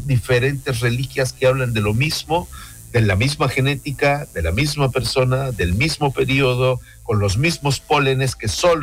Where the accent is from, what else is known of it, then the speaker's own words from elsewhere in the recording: Mexico; A nivel religioso, yo soy totalmente mariano. Soy mexicano total.